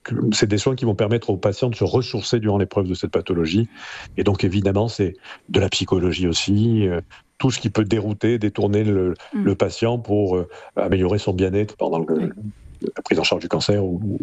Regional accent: Marseille, Provence-Alpes-Côte d'Azur, France; born or raised there; now in Perpignan, France

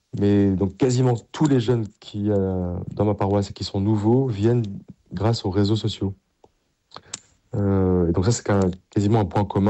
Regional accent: Paris, Île-de-France, France; Alors moi, je viens d'une famille du Sud-Ouest et même si j'ai grandi à Paris, mais j'ai beaucoup de cousins dans le Sud-Ouest qui ont fait du rugby

